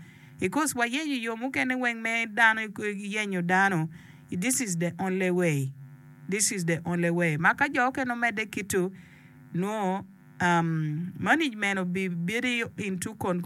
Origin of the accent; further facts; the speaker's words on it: Alero, Northern Region, Uganda; from Alero